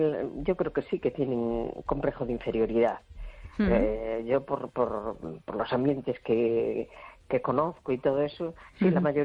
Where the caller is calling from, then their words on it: A Coruña, Galicia, Spain; Hola, buenas noches. Soy … de La Coruña.